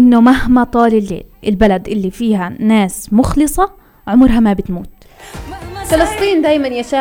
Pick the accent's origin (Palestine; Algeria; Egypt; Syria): Palestine; احنا فلسطينية